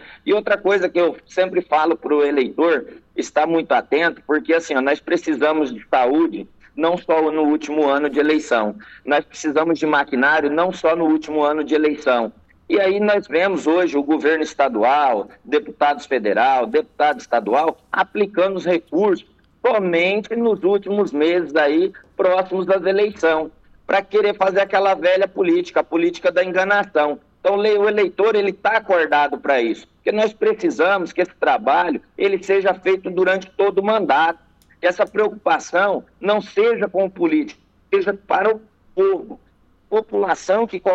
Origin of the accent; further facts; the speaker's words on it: Colíder, Mato Grosso, Brazil; Mas a minha cidade é Colíder, né?